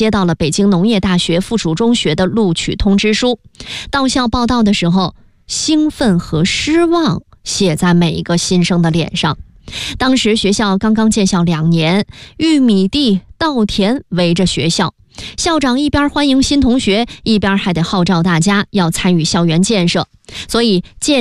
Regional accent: northern China, China; 我作为一个北方人

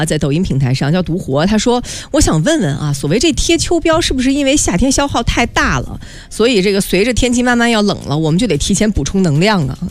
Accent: China

